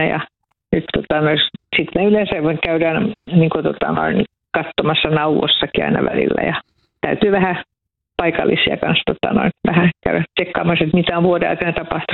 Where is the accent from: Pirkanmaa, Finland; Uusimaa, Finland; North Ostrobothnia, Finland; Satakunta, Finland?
Uusimaa, Finland; Vihti; me ollaan Vihdistä ja meillä on mökki täällä Korppossa